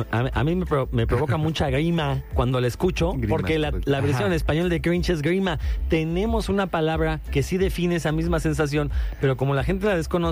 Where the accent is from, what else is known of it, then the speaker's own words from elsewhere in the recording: Mexico; Como el español mexicano, que todos los sudamericanos dicen que hablamos cantadito.